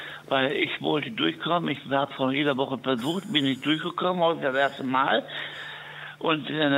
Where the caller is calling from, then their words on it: North Rhine-Westphalia, Germany; Ich rufe aus Nordrhein-Westfalen an.